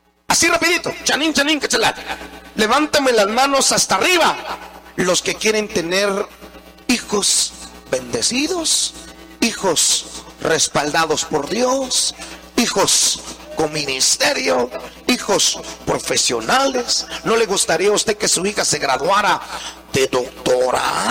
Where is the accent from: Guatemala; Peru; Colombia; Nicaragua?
Guatemala; yo sé que soy guatemalteco, que no me gusta bailar el son, pero que sí soy guatemalteco original, pura sangre de Guatemala.